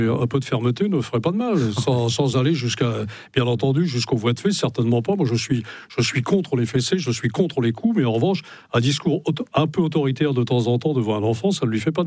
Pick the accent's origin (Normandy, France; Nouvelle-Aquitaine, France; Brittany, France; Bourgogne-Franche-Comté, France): Brittany, France; Mais bien sûr, c'est pas parce que je suis breton que je ne fais pas partie.